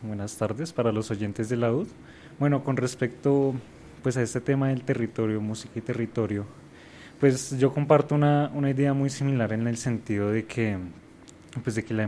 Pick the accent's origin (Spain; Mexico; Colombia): Colombia; y asimismo muchos de nosotros pues sentimos identidad no solo como colombianos, sino también como latinoamericanos.